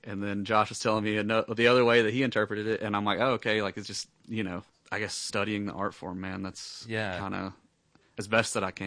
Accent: Calhoun, Georgia, United States; moved away as an adult; now in Chattanooga, United States; I'm from Calhoun.

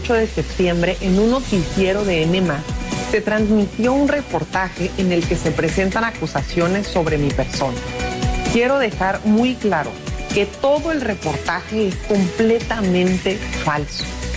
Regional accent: Baja California, Mexico; con el pueblo de mi tierra, Baja California.

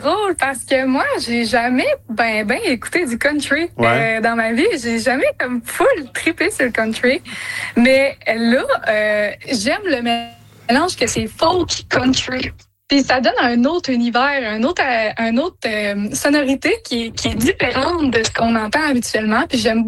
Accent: Mont-Joli, Quebec, Canada; now in Rivière-du-Loup, Canada; un petit village à côté de Rivière-du-Loup, dans le fond, là, pour le moment. Mais sinon, j'habite à Rivière-du-Loup, mais sinon, je suis d'origine de Montjoly. C'est de là que je viens, où est-ce que j'ai grandi. Puis c'est ça, là, je suis présentement là, dans un petit village

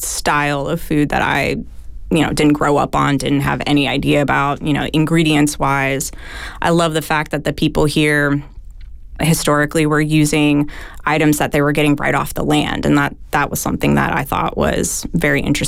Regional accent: Florida, United States; moved away as an adult; also born or lived in Denver; now in New Orleans, United States; growing up in Southern Florida, it's in the South, but it's not this South, if you will.

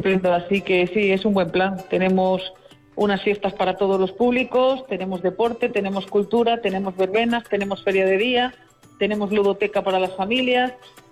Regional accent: Alfacar, Andalusia, Spain; soy hija de Rafaela, soy hija, nieta de … de Benalúa de las Villas. Aquí en Alfacar, pues soy la … Y bueno, pues

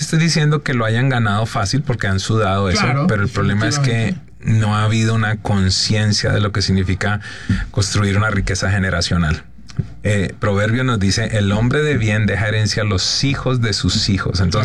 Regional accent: Colombia; México y Colombia, mi país de origen

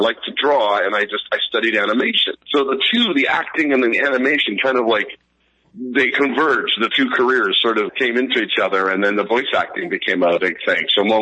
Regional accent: California, United States; also born or lived in Sheepshead Bay, New York; I was born in Beth Israel Hospital, New York, raised in Sheepshead Bay, lived a little bit, and then grew up in California. Moved out when I was very young.

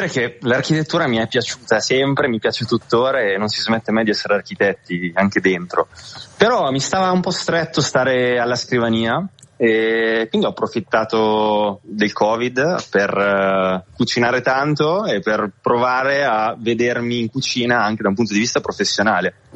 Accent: Piacenza, Emilia-Romagna, Italy; Invece io non griglio gli arrosticini, anche perché poi sono di Piacenza.

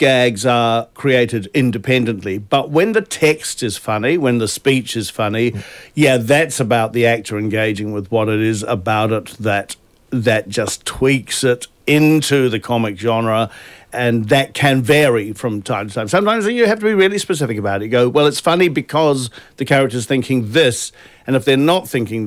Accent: New Zealand; But this song, look, I grew up in New Zealand. … were absolutely seminal to my musical upbringing.

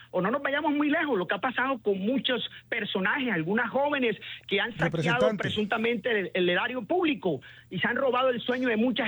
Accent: Barranquilla, Atlántico, Colombia; como barranquilleros nos sentimos extremadamente orgullosos que la descentralización se piense no desde los fríos escritorios de Bogotá

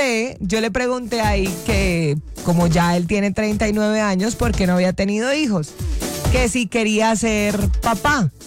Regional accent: Caribbean Region, Colombia; Papi, soy costeña, a mí no me arruga nada.

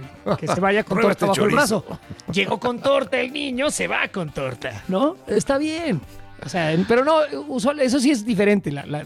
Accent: Mexico; porque es porque somos mexicanos.

